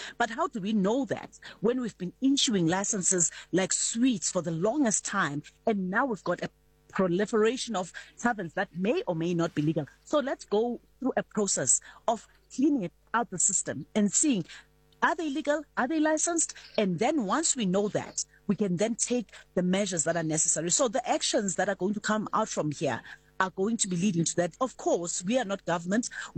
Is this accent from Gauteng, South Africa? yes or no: yes; Ekurhuleni, Gauteng, South Africa; I'm also from Ekurhuleni, so I know exactly what you're talking about.